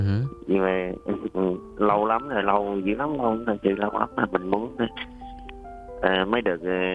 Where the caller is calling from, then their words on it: Ho Chi Minh City, Vietnam; mình đến từ thành phố Hồ Chí Minh.